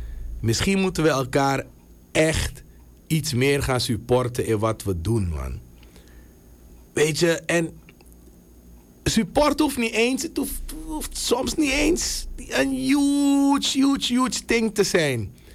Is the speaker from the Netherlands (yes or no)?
no; Suriname; als Surinamers